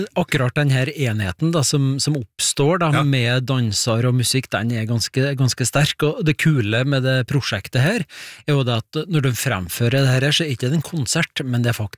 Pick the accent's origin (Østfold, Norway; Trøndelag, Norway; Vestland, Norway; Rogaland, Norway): Trøndelag, Norway; accent: Trøndelag dialect; hvis jeg skal bruke min egen dialekt fra Trøndelag